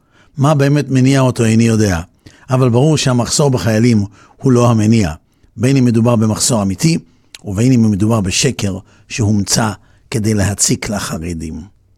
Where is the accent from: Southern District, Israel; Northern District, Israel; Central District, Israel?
Central District, Israel; Netanya; אני גדלתי בנתניה שהייתה בירת הכדורגל וכולנו שיחקנו כדורגל שהיינו ילדים.